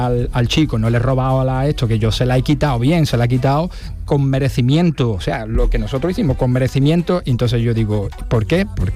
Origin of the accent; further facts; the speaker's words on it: Andalusia, Spain; como buen andaluz con mucho arte, me tocó hablar a mí